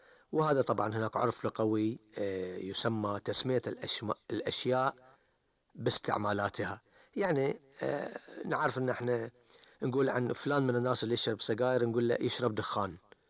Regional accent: Bahrain; آداب المخاطبة عندنا في البحرين

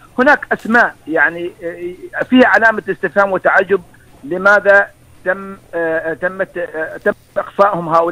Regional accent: Oman; زي ما اتمنى لبلدي ان تفوز بكاس الخليج

